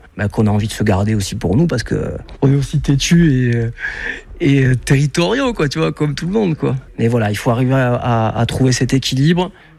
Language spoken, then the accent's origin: French; Oloron-Sainte-Marie, Nouvelle-Aquitaine, France; now in Pau, France; voilà, je suis palois, j'ai grandi à Oloron, Biarnès, Cap et tout.